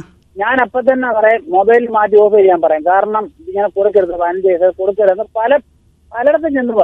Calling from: Krishnapuram, Kerala, India; ഞാൻ ആലപ്പുഴ … കൃഷ്ണപുരത്ത് നിന്നാണ് വിളിക്കുന്നത്.

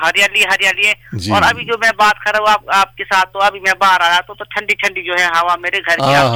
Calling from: Himachal Pradesh, India; मेरा गांव का नाम है गुंडा।

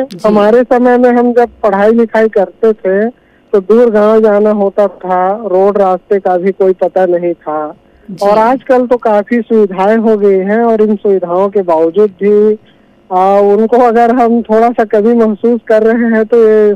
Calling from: Chhattisgarh, India; हम आपके नियमित श्रोता … दुमे तरह छत्तीसगढ़ से बोल रहे हैं।

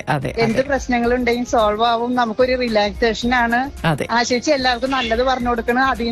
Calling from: Kerala, India; വീട് വന്നിട്ട് ദേശം ജംഗ്ഷൻ കിഴക്കേ ദേശത്ത്

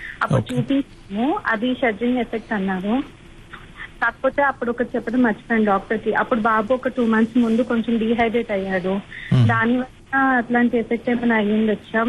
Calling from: Hyderabad, Telangana, India; నేను హైదరాబాద్ రాంపల్లి నుంచి మాట్లాడుతున్నాను.

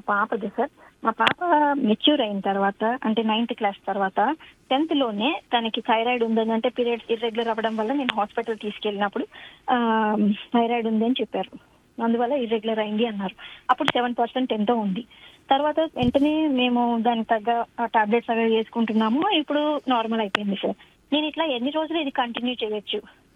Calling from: Hyderabad, Telangana, India; నేను హైదరాబాద్ నుంచి మాట్లాడుతున్నాను.

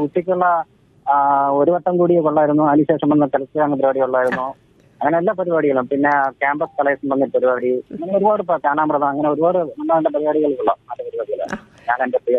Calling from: Thiruvananthapuram, Kerala, India; എന്റെ നാട്ടിലുള്ള മരുതൻകുഴി തോട്ടാമുള ഒരു 600 കുടുംബങ്ങളുണ്ട്.

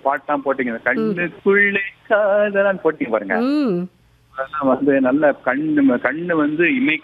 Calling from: Cuddalore, Tamil Nadu, India

